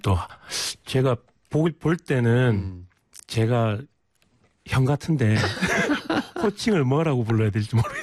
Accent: Daegu, South Korea; accent: Daegu dialect; 대구에서 왔습니다.

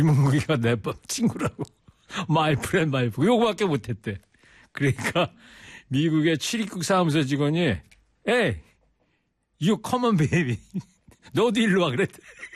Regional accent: Anseong, Gyeonggi Province, South Korea; 제 고향이 경기도 안성시 삼중면이거든요.

